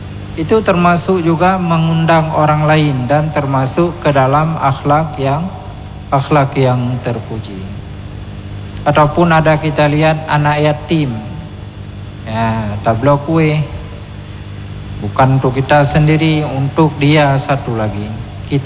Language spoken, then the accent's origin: Indonesian; Aceh, Indonesia